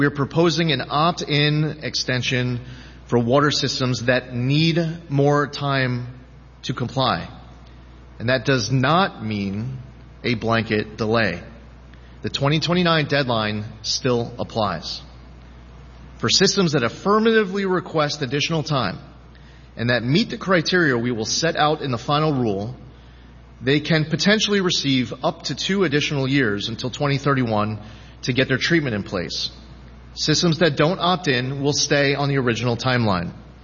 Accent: New York, United States; somebody as a New Yorker. I've seen firsthand how strongly his contributions have resulted in better water quality throughout the state.

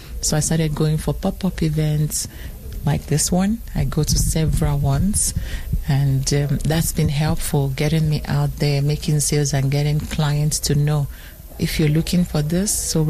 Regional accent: South Africa; also born or lived in Nigeria; now in Canada; I am a Nigerian that grew up in South Africa and now in Canada.

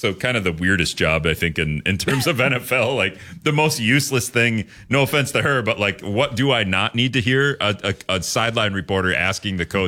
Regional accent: Texas, United States; but I'm from Texas and I'll be back in November to vote.

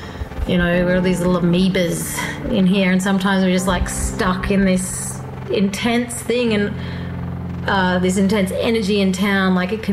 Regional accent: Sydney, New South Wales, Australia; I'm from Sydney.

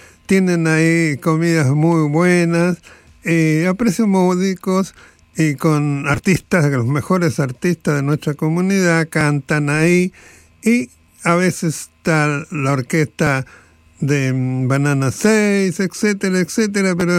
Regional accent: Colchagua Province, O'Higgins, Chile; born there; Los que nacimos en la provincia de Colchagua somos tan mexicanos como los más grandes mexicanos.

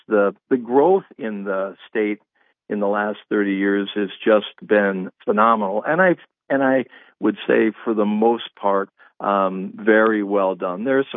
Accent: Tioga, North Dakota, United States; My hometown of Tioga, has three or four brand new facilities

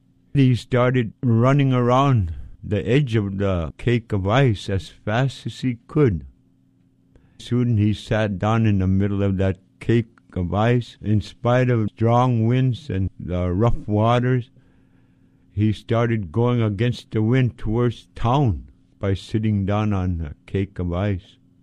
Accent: Point Hope, Alaska, United States; I'm an Inupiaq from Tikiaq, Point Hope, Alaska.

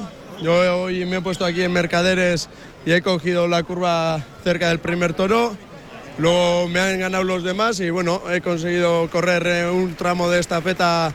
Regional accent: Dima, Basque Country, Spain; Desde Dima, de Vizcaya.

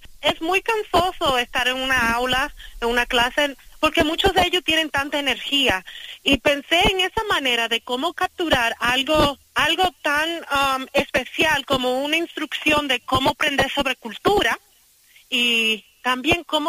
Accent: Santiago de los Caballeros, Santiago, Dominican Republic; moved away; also born or lived in New York; me crié en Santiago, en la República Dominicana, y para mí Santiago es muy significativo porque recuerda mucho de mi infancia, de siempre estar rodeada con nuestra comunidad

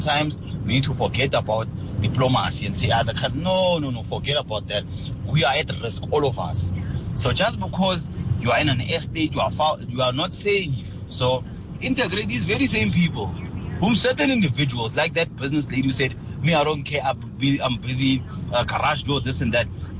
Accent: Mangalore, Karnataka, India; I'm from Mangalore and I understand and I see on a daily basis what's happening.

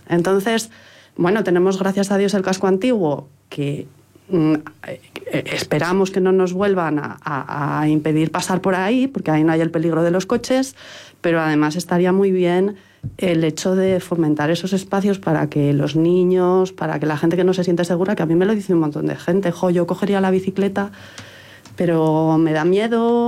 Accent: Zamora, Castile and León, Spain; also born or lived in Burgos; Yo vivía en Burgos hasta 2009, soy de Zamora, pero bueno, estuve trabajando allí

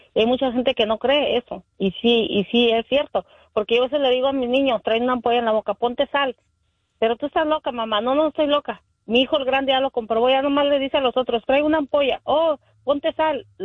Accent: Villanueva, Zacatecas, Mexico; Sí, y yo soy de Zacatecas, yo soy de Villanueva.

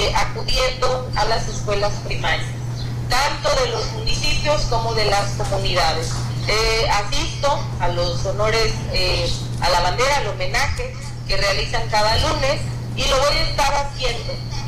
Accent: Mexico

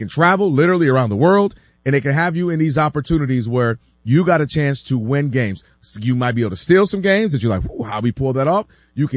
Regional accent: Ann Arbor, Michigan, United States; I'm from Ann Arbor. I watched every snap.

